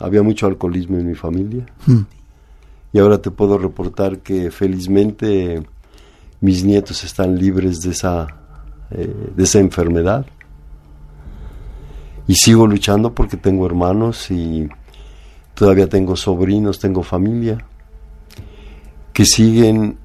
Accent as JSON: {"language": "Spanish", "country": "Mexico", "moved": "yes", "lives_now": "United States", "said": "Originalmente yo soy un inmigrante también. Yo salí de México en 1968."}